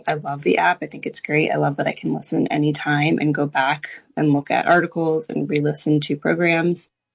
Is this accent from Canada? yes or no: no; Wilmington, United States; from Wilmington.